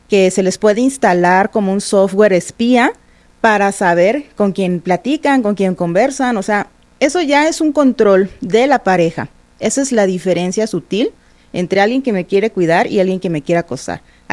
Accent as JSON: {"language": "Spanish", "country": "Mexico", "said": "Decimos en México, por si las moscas"}